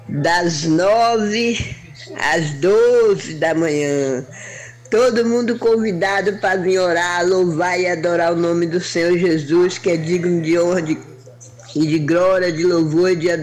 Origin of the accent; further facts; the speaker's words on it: São Félix, Bahia, Brazil; born there; now in Cruz das Almas, Brazil; Apesar de que eu nasci no município de São Félix, mas hoje eu sou de Cruz das Almas.